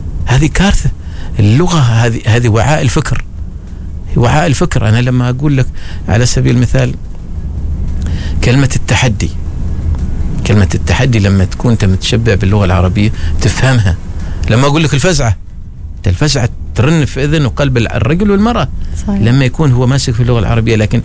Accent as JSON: {"language": "Arabic", "country": "Oman", "said": "لأني أنا تو عماني وبامدح عمان"}